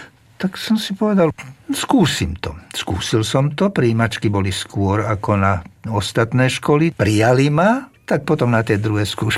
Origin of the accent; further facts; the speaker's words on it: Bratislava Region, Slovakia; accent: Záhorie dialect; aj otec s nami často hovorili, teda na nás hovorili po nemecky a my sme odpovedali po záhorácky, lebo mama bola záhoráčka.